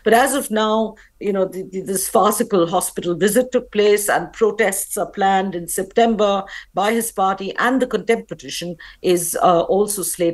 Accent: India; as an Indian commentator

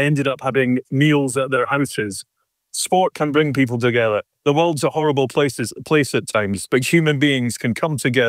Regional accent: Scotland, United Kingdom; I'm a Scot

